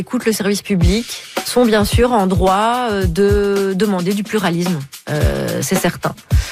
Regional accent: Belgium; Je dis « on », vous voyez, parce que je suis belge

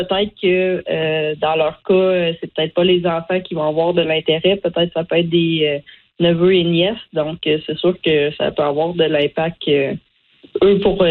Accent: Quebec, Canada; Dans le fond, j'ai grandi au Québec, mais je suis allée faire des 2 étés pour apprendre l'anglais en Atlantique.

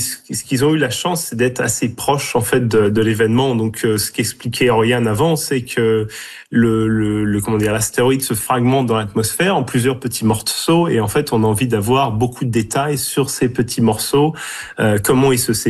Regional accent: Normandy, France; moved away; Et là je vois que c'est très proche de là d'où je viens en Normandie.

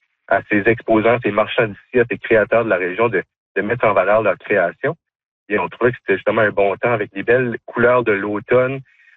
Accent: Robertville, New Brunswick, Canada; Oui, ben moi, ayant grandi dans la région, moi, je viens de Robertville, là, c'est la terre fertile en jeunes talents.

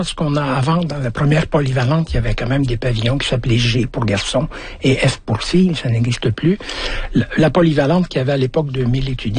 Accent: Belgium; also born or lived in Africa; now in Quebec, Canada; Puis je dis toujours, j'ai grandi en Afrique et en Belgique, mais j'ai été éduqué au Québec

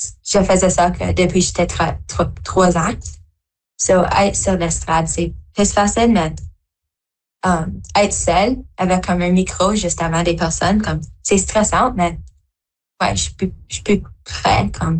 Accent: Timmins, Ontario, Canada; Je viens de Timmins. J'ai 13 ans.

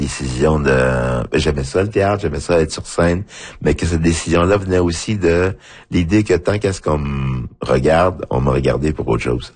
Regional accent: Haiti; Je dis, oui, je viens d'Haïti, mais je suis dans Haïti, mais qu'est-ce que ça veut dire?

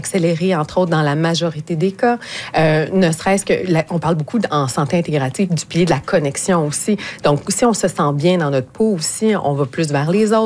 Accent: Montreal, Quebec, Canada; même si je viens de Montréal.

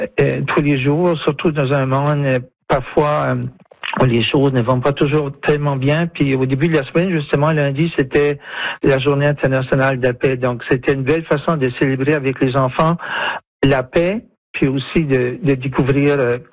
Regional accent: Cocagne, New Brunswick, Canada; mon village natal de Cocagne

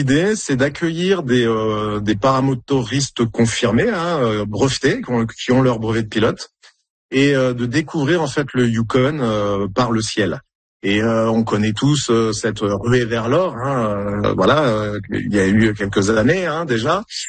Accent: France; moved away; moi je viens de France.

